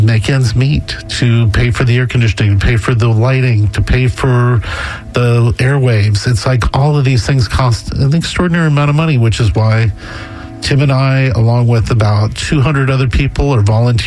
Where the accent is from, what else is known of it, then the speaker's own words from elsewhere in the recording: St. Petersburg, Florida, United States; I grew up here in St. Petersburg and in the Tampa Bay area.